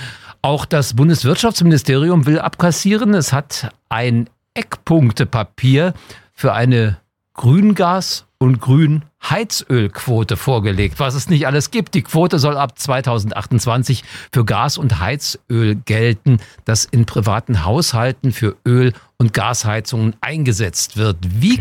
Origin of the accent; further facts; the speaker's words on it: Berlin, Germany; Ich bin in West-Berlin aufgewachsen